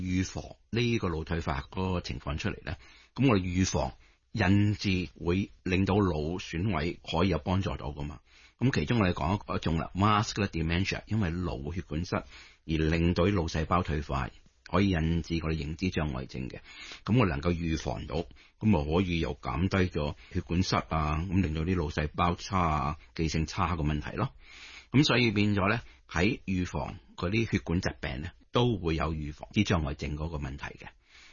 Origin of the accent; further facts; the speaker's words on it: China; 我哋中国人咧就因为年长病人即系嗰一代嘅时候咧，打麻雀就会比较多啲嘅。